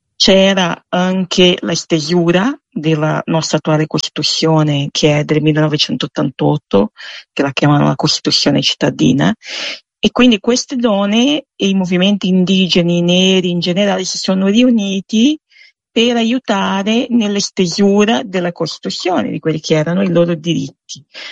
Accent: Mato Grosso do Sul, Brazil; moved away; una regione da dove vengo io, che è il Mato Grosso do Sul

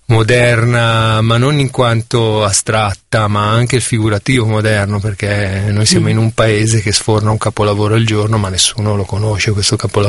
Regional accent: Milan, Lombardy, Italy; Sì, io sono di Milano e provengo proprio dal quartiere di Ponte Lambro.

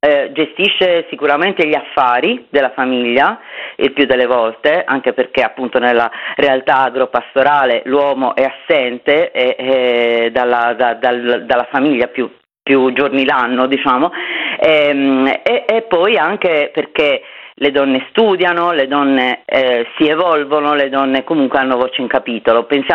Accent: Sardinia, Italy; now in Bonorva, Italy; Io sono arrivata 6 anni fa, non sono nativa di questi luoghi, sono sarda ma non sono di Bonorva, non sono del Meilugu

